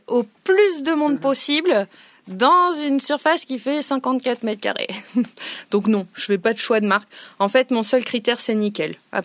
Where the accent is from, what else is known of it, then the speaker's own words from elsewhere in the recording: Lille, Hauts-de-France, France; moved away; je suis remontée dans le Nord parce qu'on est originaire de Lille.